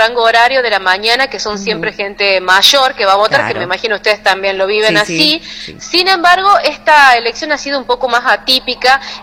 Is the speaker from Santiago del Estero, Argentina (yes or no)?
yes; Frías, Santiago del Estero, Argentina; Y realmente un hermoso día que nos toca vivir a los frienses